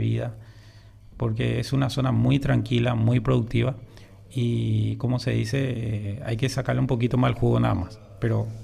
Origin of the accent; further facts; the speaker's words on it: Misiones, Paraguay; moved away as an adult; now in Pilar, Paraguay; yo soy el único funcionario en el departamento que no soy de Pilar, soy de Misiones, pero ya me siento ya pilarense, ya hace 10 años de que se inició la cooperativa